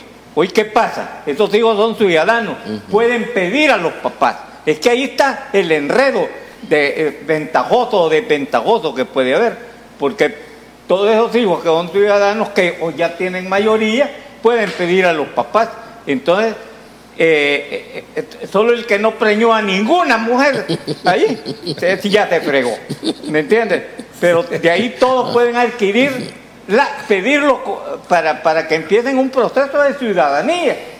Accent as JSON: {"language": "Spanish", "country": "El Salvador", "said": "porque yo conozco varios casos en donde como somos salvadoreños, pues, nos emborrachamos todos los viernes"}